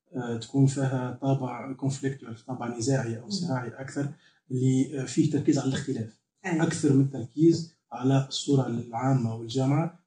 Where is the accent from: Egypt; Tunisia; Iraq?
Tunisia; Sousse, Sousse Governorate; أي أكيد، بوم … من سوسة، مولود في سوسة، دونك بيئتي بيئة تونسية عادية جدا